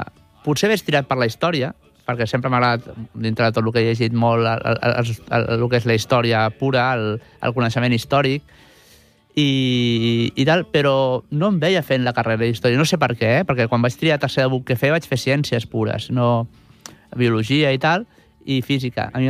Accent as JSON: {"language": "Catalan", "town": "Barcelona", "region": "Catalonia", "country": "Spain", "tie": "born or raised there", "said": "I ara jo faig molta més vida al meu barri de les Corts o baixo cap a Sants."}